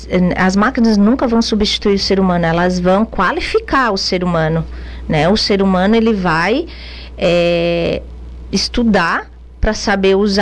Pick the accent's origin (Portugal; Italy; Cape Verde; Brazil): Brazil; Jacinto Machado, Santa Catarina; E nós somos de Jacinto Machado.